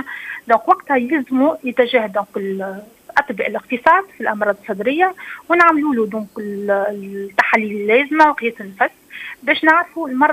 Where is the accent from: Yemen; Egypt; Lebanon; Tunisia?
Tunisia; احنا بلادنا تونس